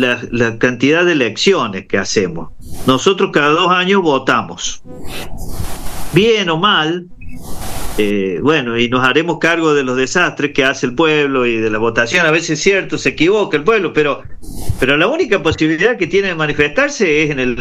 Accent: Argentina; Nosotros somos parte de la República Argentina

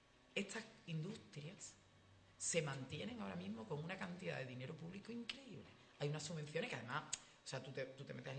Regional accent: Andalusia, Spain; Yo vengo del campo de Gibraltar y la otra bahía, la bahía de Cádiz, también tiene una zona industrial

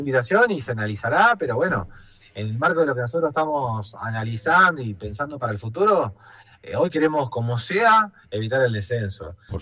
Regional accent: Cipolletti, Río Negro, Argentina; born there; now in Neuquén, Argentina; yo soy cipoleño, yo nací en Cipolete.

